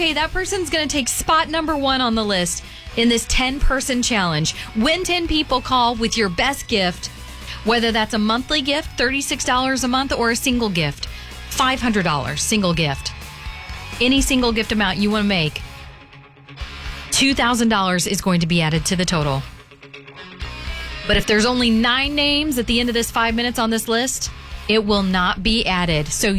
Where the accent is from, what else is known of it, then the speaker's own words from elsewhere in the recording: Missouri, United States; I'm originally from Missouri.